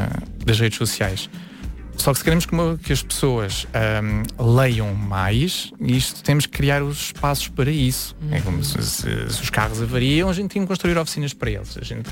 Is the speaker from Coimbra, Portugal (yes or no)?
no; Seixal, Lisbon, Portugal; moved away as an adult; now in Almada, Portugal; eu originalmente sou do Seixal, praticamente vizinho da Almada, mas mudei-me há uns anos para lá.